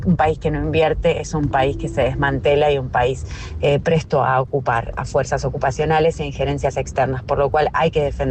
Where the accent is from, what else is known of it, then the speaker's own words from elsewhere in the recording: Argentina; yo soy una mujer argentina de 45 años